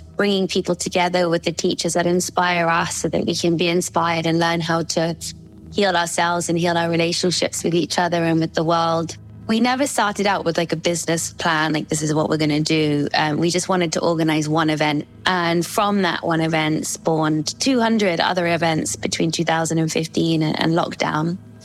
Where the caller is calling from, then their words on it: South East England, United Kingdom; I am tuning in from West Sussex in the UK, kind of southwest of the UK.